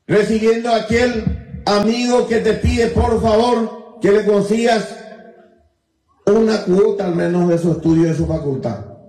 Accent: Carapeguá, Paraguarí, Paraguay; Hemos perdido nuestra identidad como carapegüeños

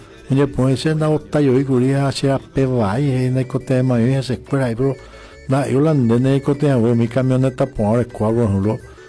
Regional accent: Paraguay; porque hoy contemos, todos somos paraguayos y necesitamos que haga una buena administración.

